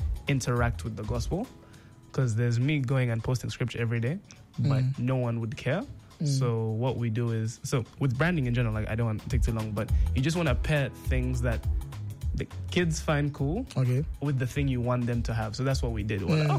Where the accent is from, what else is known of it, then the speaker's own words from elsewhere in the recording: South Sudan; I'm from South Sudan.